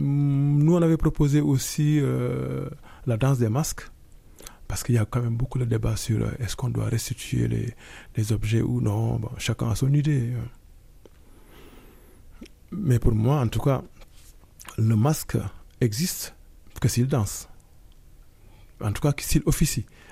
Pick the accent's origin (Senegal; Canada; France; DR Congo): Senegal; moi, en tant que Sénégalais, j'ai eu la chance de voir quelques masques lors des initiations. Mais chez les Wolofs, on ne connaît plus les masques.